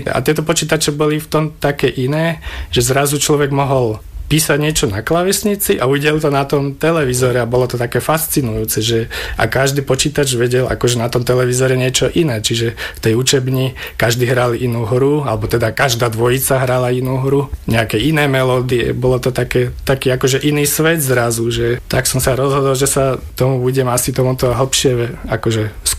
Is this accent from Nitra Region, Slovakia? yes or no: yes; Topoľčany, Nitra Region, Slovakia; moved away as an adult; now in Nitrianska Blatnica, Slovakia; Som rodený Topolčanec, narodil som sa v Topolčanoch, vyrastal som v Topolčanoch, ale postupom času, jak som aj založil rodinu, tak sme potrebovali niekde bývať vo väčšom, tak som sa odsťahoval v smere na Piešťany do Nitrianskej Blatnice